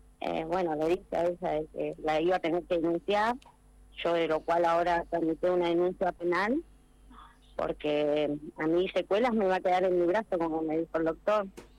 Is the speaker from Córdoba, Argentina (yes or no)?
no; Loncopué, Neuquén, Argentina; agradecer a la gente de mi pueblo, porque yo no cuento con obra social, y pagar una consulta por ahí cuesta, pagar la medicación también cuesta, y ellos, desde acá de Loncopué, la mayoría de la gente me estaban ayudando